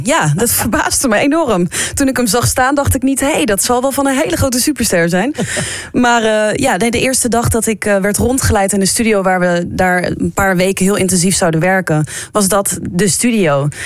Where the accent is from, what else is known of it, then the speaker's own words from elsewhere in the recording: Netherlands; Ja, als er één stad in Nederland is die dat krijgt, is het natuurlijk wel mijn eigen.